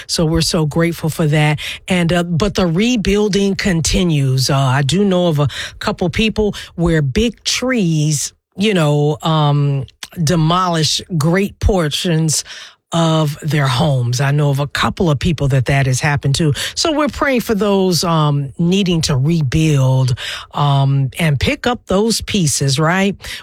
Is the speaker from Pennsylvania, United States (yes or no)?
no; Alabama, United States; moved away; in my hometown in Alabama